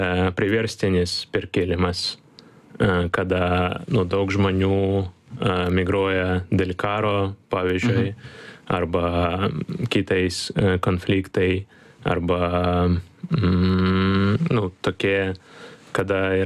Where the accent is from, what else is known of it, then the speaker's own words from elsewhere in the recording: Ukraine; Lithuanian is a second language; moved away as an adult; now in Lithuania; kaip ukrainietis